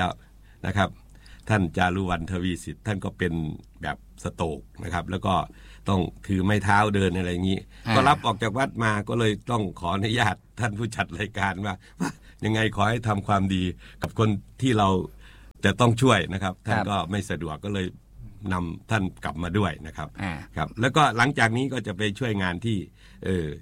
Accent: Ubon Ratchathani, Thailand; born there; ผมเป็นคนอุบลโดยกำเนิดนะครับเกิดมาได้แป๊บเดียว65ปีแล้วนะครับเกิดอยู่ที่นี่นะครับ

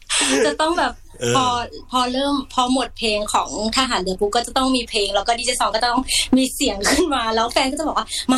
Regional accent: Samut Songkhram, Thailand; ใช่สมุทรสงครามค่ะ

